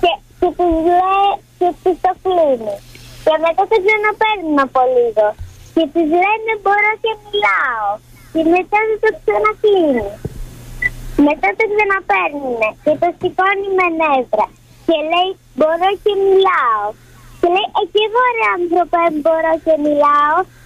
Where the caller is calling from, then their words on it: Piraeus, Attica, Greece; από τον Πειραιά.